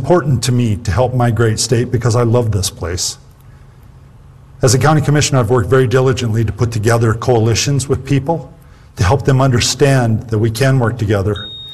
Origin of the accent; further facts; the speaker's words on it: Wyoming, United States; I grew up in Wyoming.